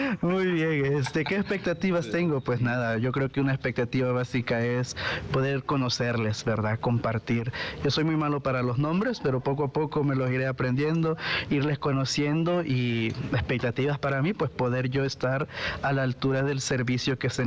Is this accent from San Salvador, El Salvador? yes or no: yes; San Salvador, El Salvador; moved away as an adult; now in Gracias, Honduras; Sí, yo soy de la Arquidiócesis de San Salvador, sacerdote de la Arquidiócesis de San Salvador, pero que estoy en calidad de misionero acá en la Diócesis de Gracias